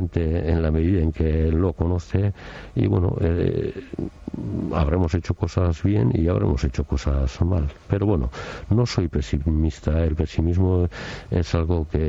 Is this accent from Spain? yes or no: yes; Zarautz, Basque Country, Spain; Sí, soy de Zarauz.